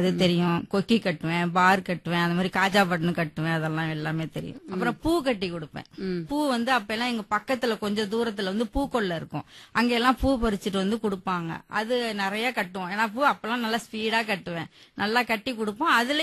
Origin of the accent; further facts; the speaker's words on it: Vengarangudi, Tamil Nadu, India; எங்களோட சொந்த ஊர் வந்து இங்க தஞ்சாவூர்ல பக்கத்துல கிராமம் வேங்கராங்குடி காடுன்னு சொல்லுவாங்க.